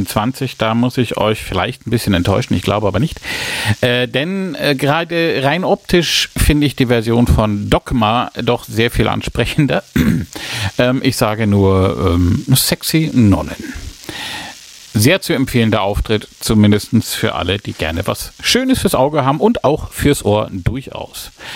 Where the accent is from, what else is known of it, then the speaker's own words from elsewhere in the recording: Erlangen, Bavaria, Germany; als Franke, als Erlanger